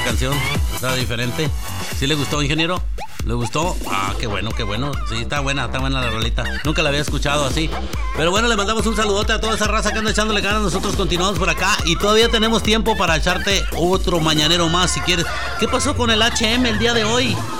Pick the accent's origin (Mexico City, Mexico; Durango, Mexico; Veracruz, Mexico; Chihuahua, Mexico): Durango, Mexico; Todos somos de Tepehuanes, los de Durango. Nunca decimos que somos de allá de la sierra. Nos da mucha vergüenza decir que somos un ranchito allá del Pito Real o de por allá de un rancho de esos de la Laguna de Nevares o Temetrepo, Durango.